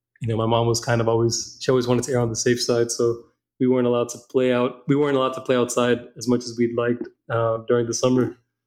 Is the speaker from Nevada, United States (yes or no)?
yes; Las Vegas, Nevada, United States; Vegas is actually a pretty, it feels like a pretty ordinary place when you spend some time there.